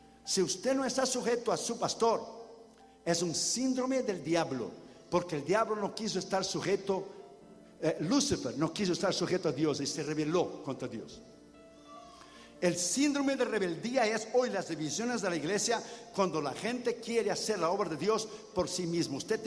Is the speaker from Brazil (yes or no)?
yes; Brazil; Hermano, yo soy de un tiempo, de la escuela dominical cuando era niño en Brasil. Iba mis tres hermanas, mi hermano y yo, los cinco.